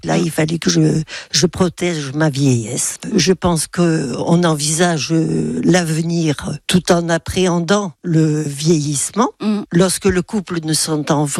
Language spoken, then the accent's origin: French; Massif Central, France; now in Cambo-les-Bains, France; j'ai 79 ans, je suis originaire du Massif Central.